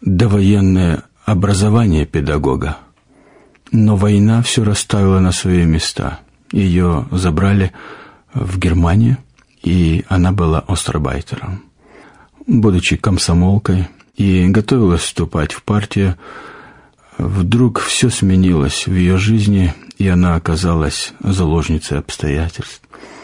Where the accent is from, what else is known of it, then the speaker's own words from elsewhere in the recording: Feodosia, Crimea, Ukraine; я из Украины, город Феодосия.